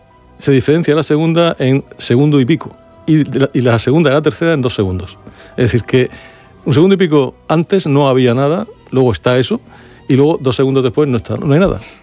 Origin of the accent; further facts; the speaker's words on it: Spain; Pues sí, es que así somos los españoles.